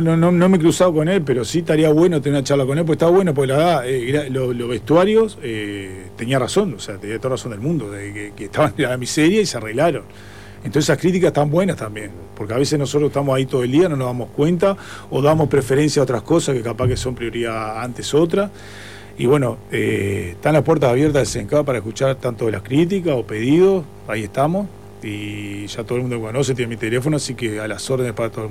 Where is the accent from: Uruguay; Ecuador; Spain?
Uruguay; San Carlos, Maldonado